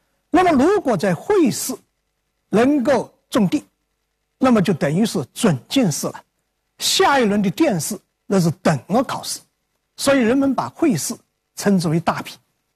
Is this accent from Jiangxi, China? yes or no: yes; Ji'an, Jiangxi, China; 那就是我的家乡江西吉安，吉安府。